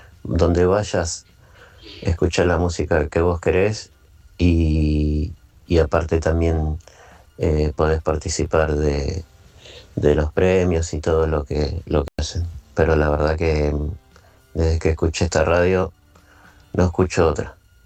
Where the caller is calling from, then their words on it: Berazategui, Buenos Aires Province, Argentina; de Berazategui